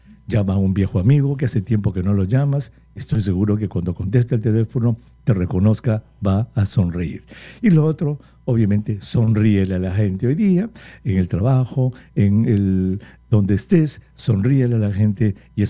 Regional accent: Recuay, Ancash, Peru; moved away; Ahora que estuve en Perú hace poco, me fui a Recuay, a mi pueblo.

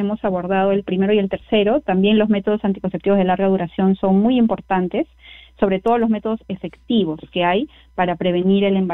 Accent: Peru; sería una esperanza que yo tuviera como peruana

